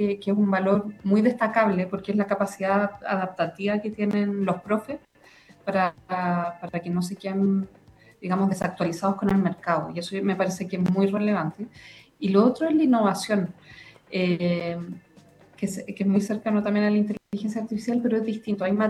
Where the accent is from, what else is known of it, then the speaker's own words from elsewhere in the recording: Chile; Nos autoflagelamos como chilenos